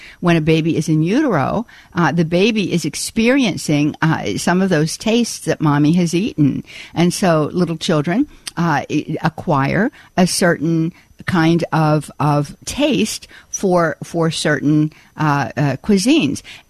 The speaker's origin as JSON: {"language": "English", "town": "Pittsburgh", "region": "Pennsylvania", "country": "United States", "accent": "Pittsburgh"}